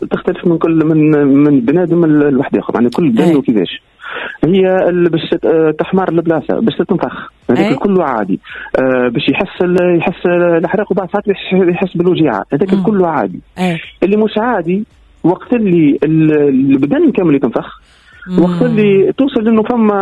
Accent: Tunisia; نحن عندنا في تونس

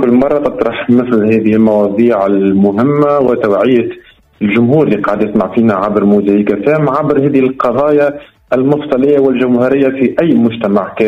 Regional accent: Tunisia

